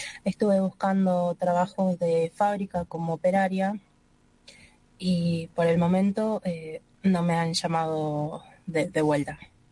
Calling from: Loma Hermosa, Buenos Aires Province, Argentina; Yo vivo en Loma Hermosa, Partido de General San Martín.

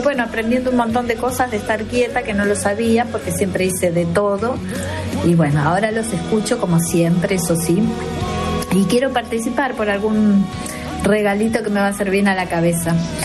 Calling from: La Plata, Buenos Aires Province, Argentina; de La Plata.

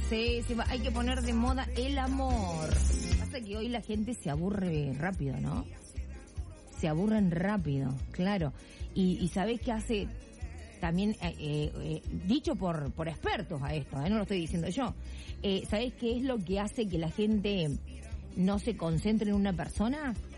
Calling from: Serrano, Córdoba, Argentina; de Serrano, provincia de Córdoba, al sur de Córdoba.

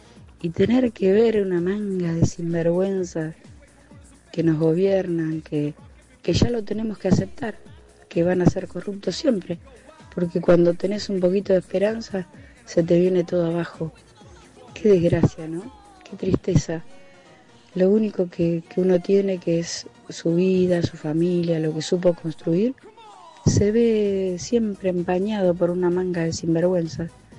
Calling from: Balcarce, Buenos Aires Province, Argentina; de Balcarce.

